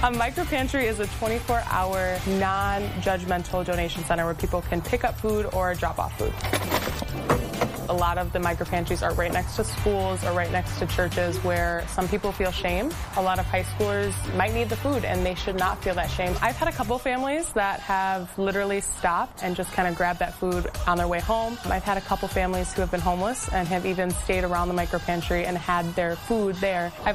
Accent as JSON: {"language": "English", "town": "Lansing", "region": "Illinois", "country": "United States", "tie": "born or raised there", "said": "I grew up in Lansing, Illinois, which is about 30 minutes from Chicago and only a couple miles from the Indiana border."}